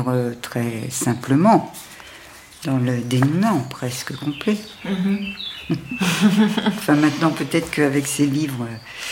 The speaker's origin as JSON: {"language": "French", "town": "Berck", "region": "Hauts-de-France", "country": "France", "tie": "born or raised there", "said": "Je suis née à Berck et c'est les Anglais, d'ailleurs, qui bombardaient et qui ont cassé tout... Je vivais quand j'étais petite au milieu des ruines, au milieu des mines."}